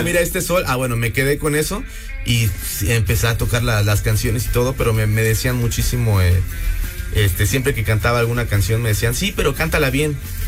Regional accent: Campeche, Mexico; Soy de Campeche y me vine

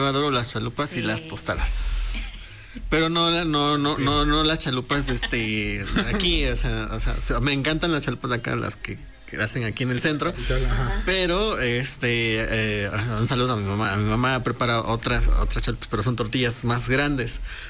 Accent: Acatlán, Puebla, Mexico; yo de donde soy yo, en Acatlán, colindante con el estado de Oaxaca, Uajuapan

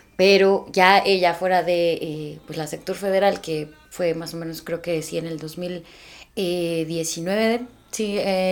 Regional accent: Teziutlán, Puebla, Mexico; born there; moved away; also born or lived in the city (likely Mexico City); amo ser teziuteca, que me hace sentirme orgullosa de mi pueblo, de haber nacido ahí, aunque pues obviamente también viví en la ciudad, pero está el comparativo de que aquí es mi hogar, ¿no?

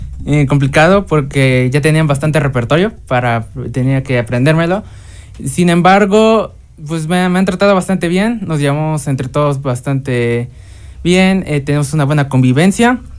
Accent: Petlalcingo, Puebla, Mexico; también soy de Petlalcingo junto a mí.

